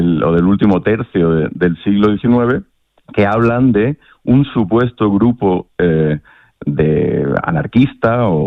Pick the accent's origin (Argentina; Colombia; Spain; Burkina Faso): Spain; Málaga, Andalusia; Yo soy de Málaga